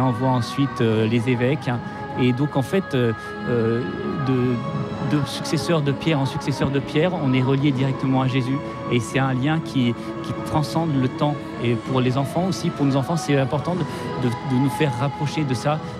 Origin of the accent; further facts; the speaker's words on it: Nouvelle-Aquitaine, France; On arrive d'un petit village pas très loin de Pau. Donc on est dans une terre où on est familier de la Vierge Marie, notamment de Lourdes